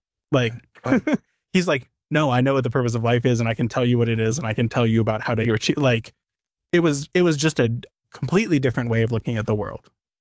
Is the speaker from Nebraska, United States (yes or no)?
yes; Nebraska, United States; moved away as an adult; now in South Canaan, United States; I was born and raised in Nebraska, and I was baptized as a baby.